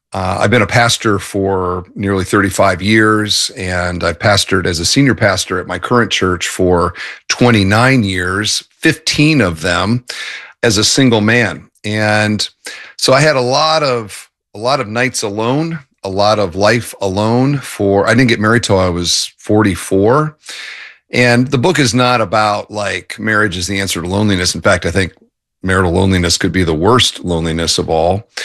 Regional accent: Cedar Falls, Iowa, United States; I grew up in Cedar Falls.

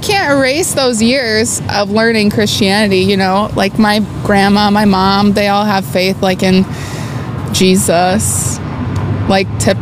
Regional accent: Midwest, United States; I'm still from the Midwest, so it's not that crazy, you know?

